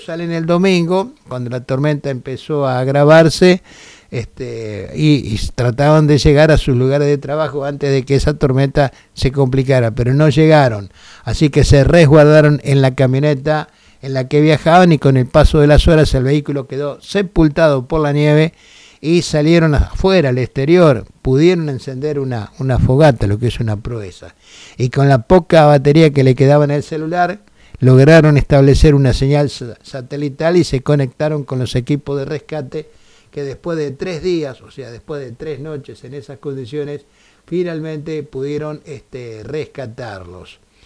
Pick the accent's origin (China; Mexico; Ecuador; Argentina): Argentina